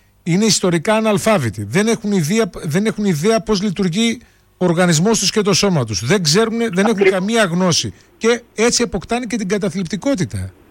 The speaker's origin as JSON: {"language": "Greek", "country": "Greece", "said": "ότι είμαστε Έλληνες"}